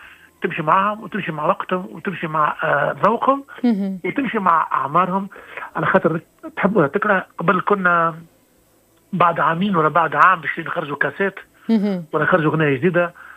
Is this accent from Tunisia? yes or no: yes; Tunisia